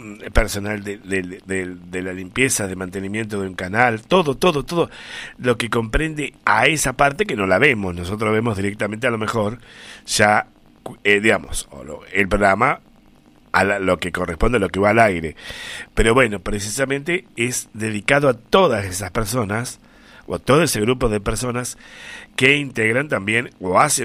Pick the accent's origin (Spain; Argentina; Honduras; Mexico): Argentina; como somos los argentinos, ¿no es cierto?